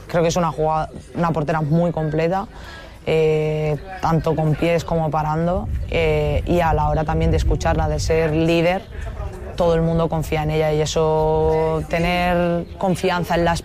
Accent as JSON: {"language": "Spanish", "region": "Balearic Islands", "country": "Spain", "said": "somos cuatro mallorquinas"}